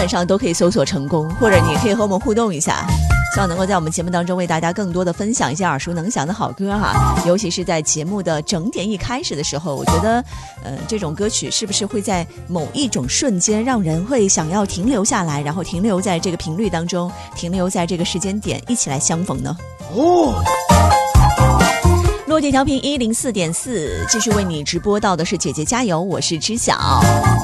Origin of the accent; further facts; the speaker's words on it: Guiyang, Guizhou, China; now in Haikou, China; 从我的老家贵阳